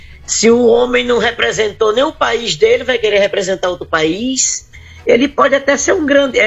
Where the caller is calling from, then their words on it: Brazil